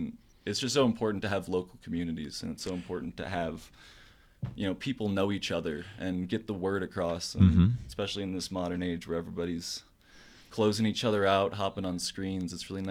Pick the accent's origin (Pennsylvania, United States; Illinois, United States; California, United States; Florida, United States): Illinois, United States; Chicago; I grew up in Chicago, and WBEZ, so love radio.